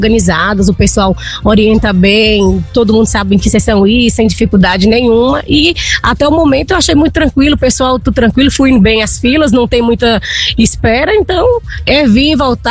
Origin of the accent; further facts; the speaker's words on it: Serra do Ramalho, Bahia, Brazil; moved away as an adult; now in Bom Jesus da Lapa, Brazil; o futuro da minha cidade, onde eu nasci, cresci.